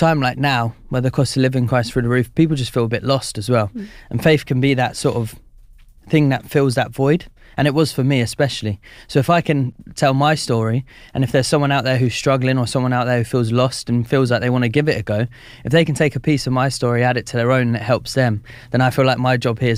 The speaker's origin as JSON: {"language": "English", "town": "Slough", "region": "South East England", "country": "United Kingdom", "tie": "born or raised there", "said": "growing up in Slough, it's a crazy place."}